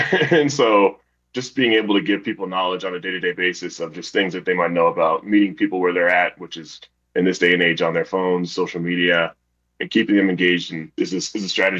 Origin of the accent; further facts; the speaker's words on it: Arvada, Colorado, United States; I'm a Colorado kid. I grew up in just outside of Denver in Arvada, Colorado. I went to Arvada West and then Ralston Valley, and then graduated in 2016